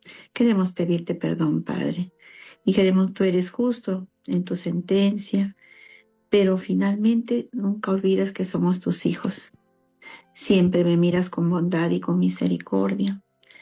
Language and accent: Spanish; Peru; esa necesidad como peruanos de poder vivir en un país reconciliado, con valores, con estabilidad que tanto anhelamos, con esa paz y con todos los principios que también tenemos como cristianos católicos.